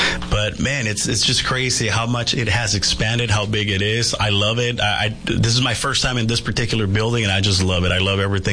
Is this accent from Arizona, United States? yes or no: yes; San Luis, Arizona, United States; I am from the area. Like I said, I was born in Yuma. I grew up in between Yuma and San Luis.